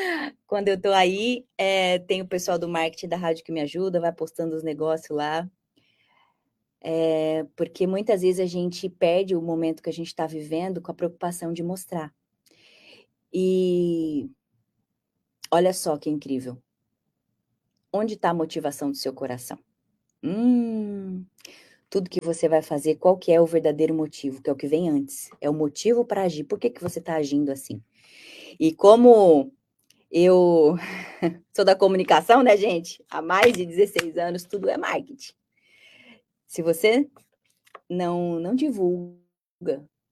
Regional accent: Brazil; Eu sou brasileira. Sabe aquela? Eu sou brasileira com muito orgulho.

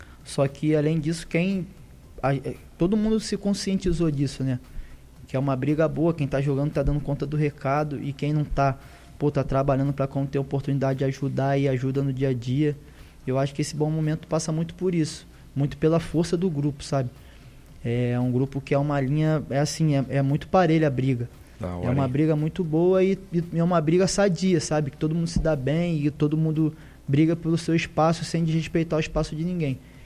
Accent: Rio de Janeiro, Brazil; Cara, eu nasci no Rio. Eu nasci e cresci ali em Olaria, Ramos

